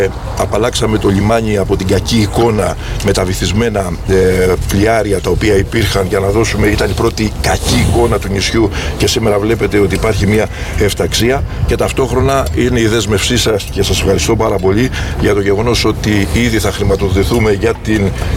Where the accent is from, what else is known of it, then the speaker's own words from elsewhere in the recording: Zakynthos, Ionian Islands, Greece; προσφέρατε έργο στο νησί μου